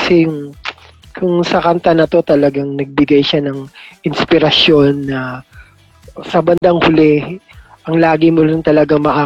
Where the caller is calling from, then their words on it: Meycauayan, Central Luzon, Philippines; at I'm from Mekawayan, Bulacan.